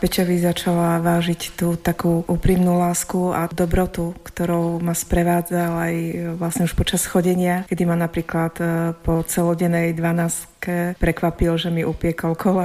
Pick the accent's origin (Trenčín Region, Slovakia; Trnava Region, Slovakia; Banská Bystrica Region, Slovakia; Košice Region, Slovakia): Banská Bystrica Region, Slovakia; Banská Bystrica; moved away; ja som z Banskej Bystrice, manžel je z Prešova.